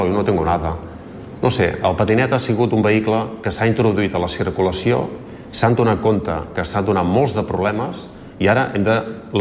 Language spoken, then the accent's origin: Catalan; Barcelona, Catalonia, Spain; No, me'n vaig a Barcelona. És que jo sóc de Barcelona.